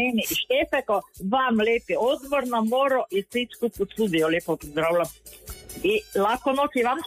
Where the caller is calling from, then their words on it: Slovenia; Ja sam Slovenka